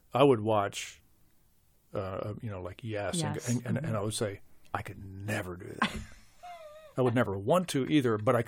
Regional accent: New Jersey, United States; moved away; I'm from New Jersey.

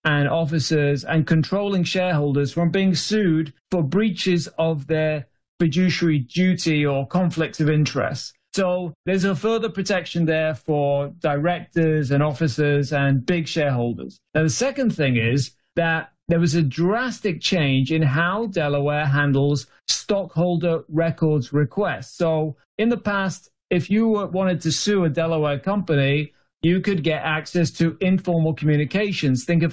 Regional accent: United Kingdom; now in United States

